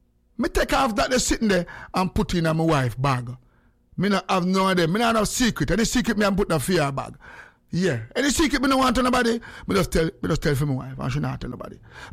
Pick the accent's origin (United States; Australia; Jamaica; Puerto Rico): Jamaica; And no, we come from here and we come from Jamaica with this, you know.